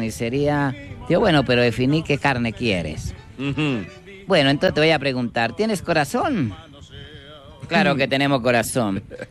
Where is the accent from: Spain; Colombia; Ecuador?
Colombia; Buenos Aires, Cauca; El mío es que yo soy de Buenos Aires. Bueno, Buenos Aires, Cauca.